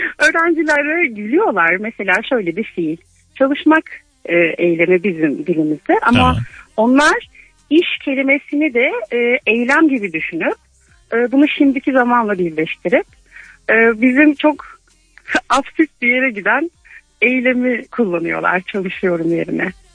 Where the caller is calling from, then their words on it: Ankara, Turkey; Ankara'dan arıyorum